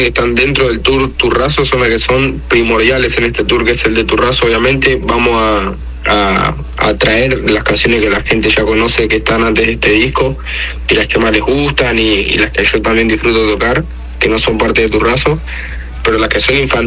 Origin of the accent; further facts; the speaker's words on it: Argentina; el lugar de donde vengo, es una vuelta a mis raíces, es una representación de Argentina